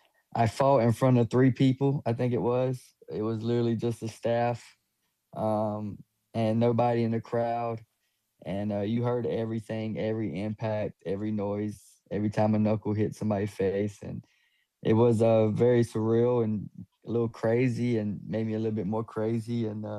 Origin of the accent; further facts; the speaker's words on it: Pembroke, North Carolina, United States; Yeah, I grew up in Pembroke, North Carolina. It's pretty rough. It's still rough. It's a place where everybody knows everybody, but we have one of the worst crime rates in North Carolina